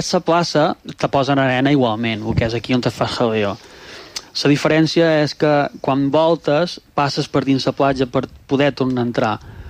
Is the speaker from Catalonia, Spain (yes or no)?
no; Maó, Balearic Islands, Spain; jo som de Mo